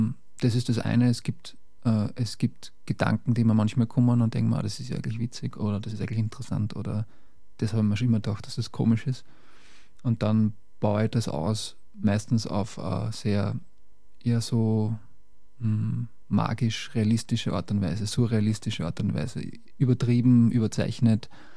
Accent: Lower Austria, Austria; accent: Mostviertel dialect; now in Vienna, Austria; Also in Wien rede ich manchmal schon schöner, aber ich komme aus dem Mostviertel und den Dialekt bringe mit sozusagen.

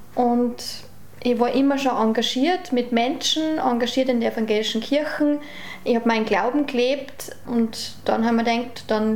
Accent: Bad Goisern, Upper Austria, Austria; also born or lived in Vienna / Feffernitz, Carinthia; now in Gosau, Austria; Ja, ich bin in Gosern aufgewachsen. Und die Grillvilla, da wo wir jetzt gerade sind, da habe ich die evangelische Jugend und Kindheit und so verbracht.

